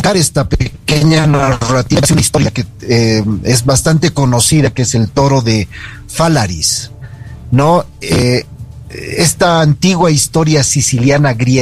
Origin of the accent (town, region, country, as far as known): Bolivia